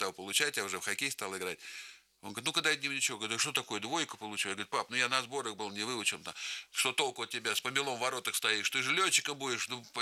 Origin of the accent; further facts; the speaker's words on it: Moscow, Russia; А мы, значит, москвичи приехали вот тогда, это все-таки далековато был Дмитров